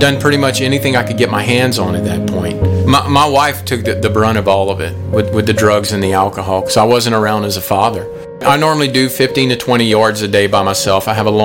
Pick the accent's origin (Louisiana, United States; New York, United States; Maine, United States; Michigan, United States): Louisiana, United States; I grew up here in Louisiana. This is the Deep South all my life.